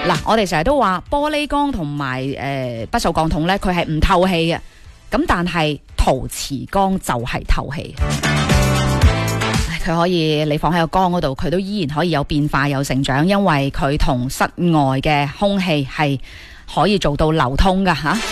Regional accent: Guangdong, China; 我哋广东人肯定系认身会陈皮嘅，

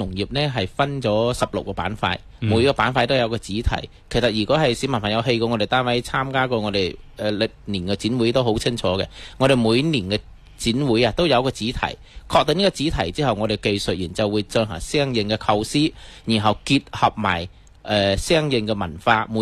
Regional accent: Guangdong, China; 我哋广东人

